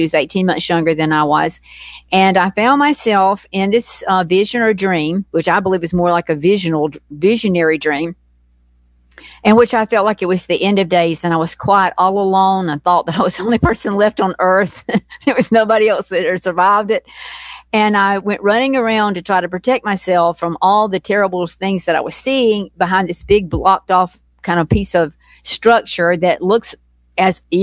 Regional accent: Georgia, United States; when I was growing up in South Georgia, I mean, I didn't even have a telephone in my home.

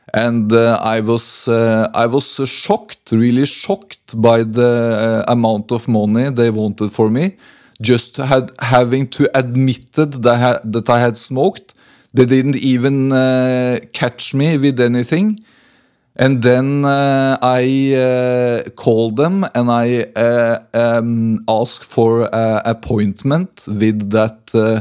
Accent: Norway; English is a second language; moved away; I was back in my hometown in Norway

